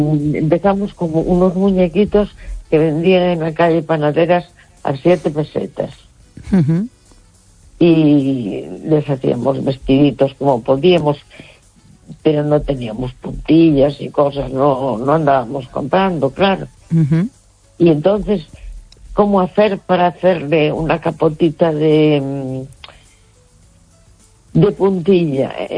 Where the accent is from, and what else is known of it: A Coruña, Galicia, Spain